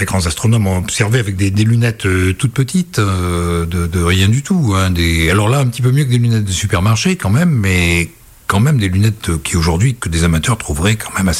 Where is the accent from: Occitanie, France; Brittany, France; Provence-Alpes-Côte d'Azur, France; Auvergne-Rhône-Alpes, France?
Auvergne-Rhône-Alpes, France; Je suis auvergnat